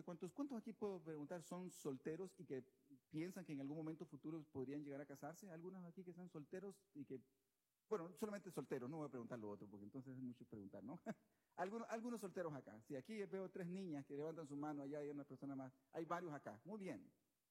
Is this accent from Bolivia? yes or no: no; Costa Rica; yo me crié, bueno, en mi país, en Costa Rica